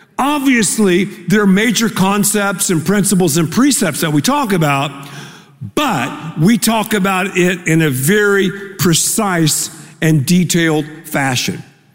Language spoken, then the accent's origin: English; Texas, United States; We're from Texas. I mean, I'm from the dirty South. I love a buffet.